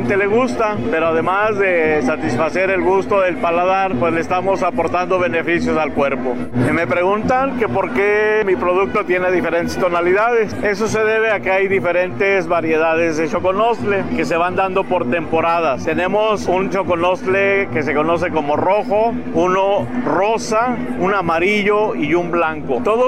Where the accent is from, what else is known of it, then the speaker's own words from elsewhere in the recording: Mixquiahuala, Hidalgo, Mexico; Venimos del municipio de Mezquiahuala, Hidalgo.